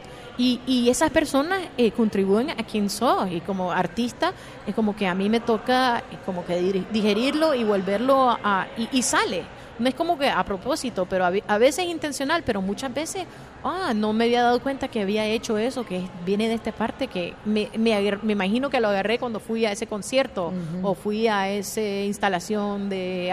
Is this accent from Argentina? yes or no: no; United States; born there; yo vengo de la comunidad inmigrante, mis padres pasaron por todo eso. Yo gracias a Dios nací en los Estados Unidos